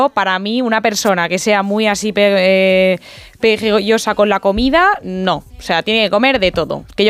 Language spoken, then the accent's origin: Spanish; Spain; eso sí, como buena española tiene que haber un bar.